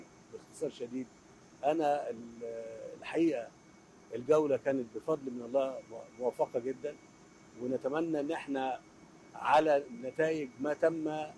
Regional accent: Egypt; بلدنا مصر

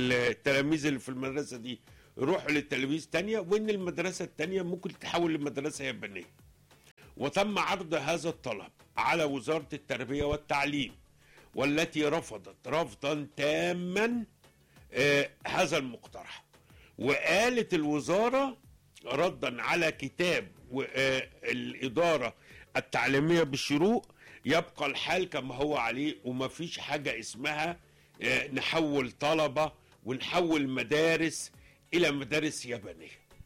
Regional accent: Egypt; إحنا كأسرة مصرية

